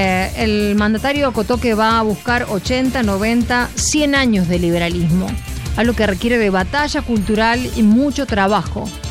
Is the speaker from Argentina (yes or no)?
yes; Argentina; yo soy apartidaria, soy argentina